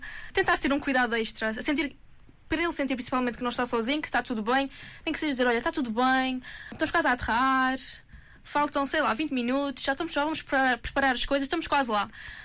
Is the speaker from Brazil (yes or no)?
no; Azores, Portugal; sou açoriana